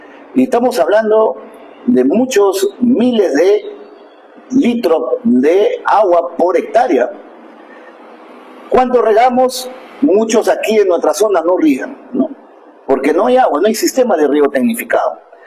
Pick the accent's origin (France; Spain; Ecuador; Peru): Peru; Somos peruanos